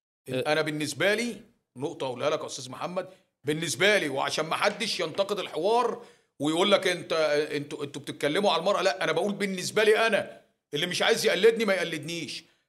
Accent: Egypt; انا مواطن مصري

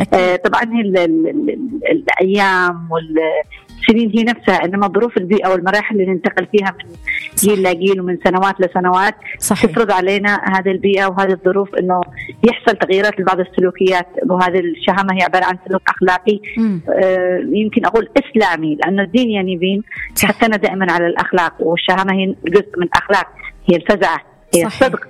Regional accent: Yemen; نحن كيمنيين

